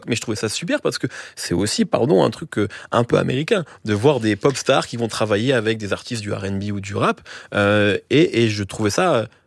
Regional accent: France; Ou chez nous, en France, parfois c'est un peu plus compliqué ou ça peut être un peu plus mal vu.

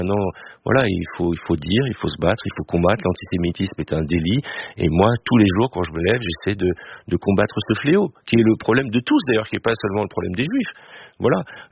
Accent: France; Je suis français, juif d'abord. Même si depuis quelque temps, on me parle souvent sous le prisme de ma judéité, je suis français avant tout.

